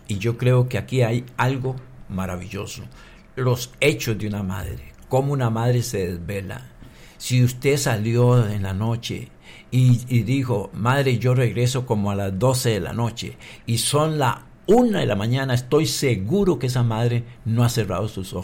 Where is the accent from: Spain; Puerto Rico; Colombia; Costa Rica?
Costa Rica; para nosotros como costarricenses